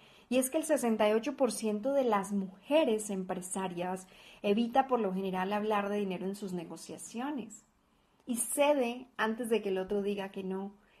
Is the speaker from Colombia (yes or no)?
yes; Colombia; now in Guadalajara, Mexico; colombiana viviendo en Guadalajara, México.